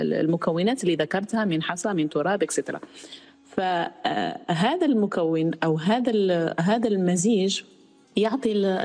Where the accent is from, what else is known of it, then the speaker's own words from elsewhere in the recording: Algeria; مثلا عندنا في الجزائر في المناطق الصحراوية في هناك قوانين خاصة للبناء في المناطق الصحراوية